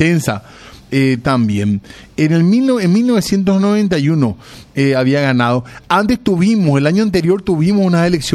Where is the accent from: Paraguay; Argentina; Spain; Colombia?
Paraguay; nosotros éramos un país de ¿cuánto? Éramos 3 millones poquito, y medio de habitantes.